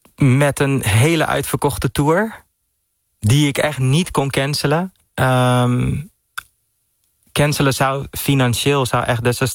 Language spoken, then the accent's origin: Dutch; Netherlands